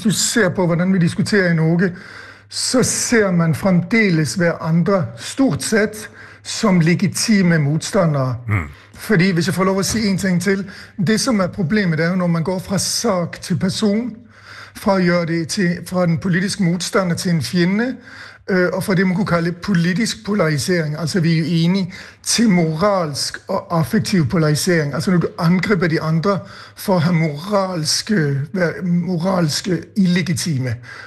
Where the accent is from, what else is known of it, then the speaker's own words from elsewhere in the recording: Denmark; now in Sweden; Samtidigt, jag kommer ju upprinnelse från Danmark